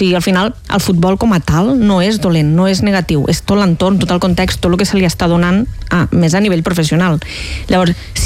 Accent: Cervera, Catalonia, Spain; En Barcelona doncs, tens més opcions, jo que vinc de Cervera però és, hi ha les que hi ha, no?

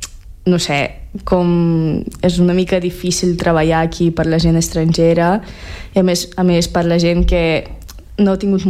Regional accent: Russia; només som dues estrangeres a classe i una és de Dinamarca i l'altra sóc jo de Rússia.

